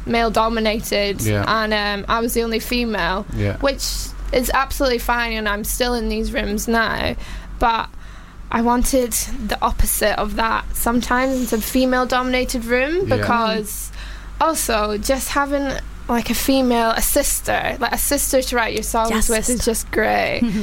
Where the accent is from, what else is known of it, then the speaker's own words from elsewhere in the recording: Glasgow, Scotland, United Kingdom; accent: Glaswegian; moved away as an adult; Yeah, well, I'm originally from Glasgow.